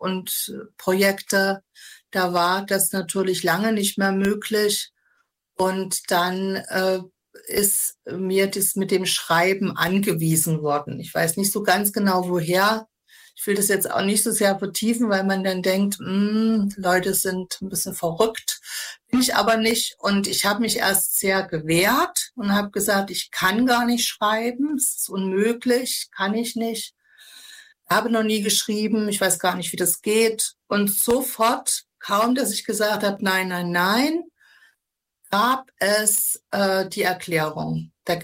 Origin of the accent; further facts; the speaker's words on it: Weißenfels, Saxony-Anhalt, Germany; Und aufgewachsen bin ich in Weißenfels im Herrengartengut meiner Oma und meiner Familie.